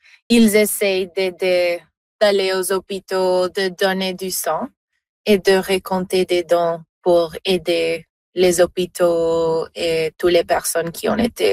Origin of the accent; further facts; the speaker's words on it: Colombia; now in Toronto, Canada; Même si je vis à Toronto, la Colombie est toujours mon pays. Ma famille est là-bas et j'ai toujours un lien très fort avec le pays.